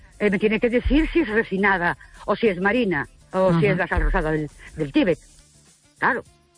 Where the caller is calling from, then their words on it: Ourense, Galicia, Spain; de Orense.